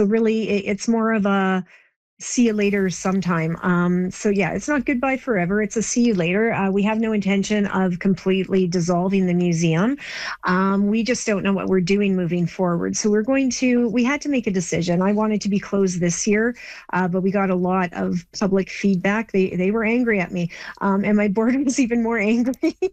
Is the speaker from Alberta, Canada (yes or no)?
yes; Torrington, Alberta, Canada; I grew up in Torrington, and it was vastly different than what it is now. At that time, it had several stores, businesses, services, little shops. It was a busy place. It was quite wonderful. And the reason for that is agriculture.